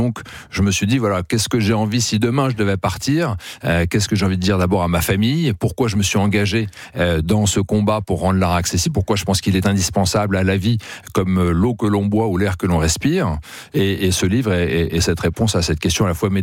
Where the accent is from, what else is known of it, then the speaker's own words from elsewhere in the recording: France; On est français